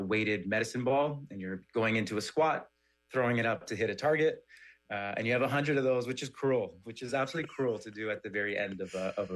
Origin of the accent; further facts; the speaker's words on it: Ottawa, Ontario, Canada; It was fun. I mean, it's great to have HYROX come to my hometown here in Ottawa.